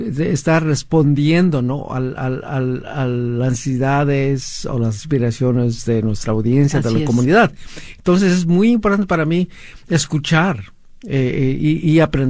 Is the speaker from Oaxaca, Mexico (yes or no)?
yes; Oaxaca, Mexico; now in United States; en mi pueblo en Oaxaca, en mi niñez, juventud